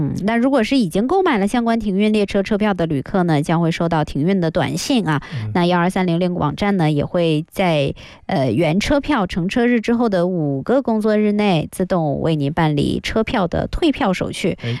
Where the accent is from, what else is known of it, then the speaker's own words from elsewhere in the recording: Northeast China, China; 其实还是我们东北人，但是他们也会听，也会讲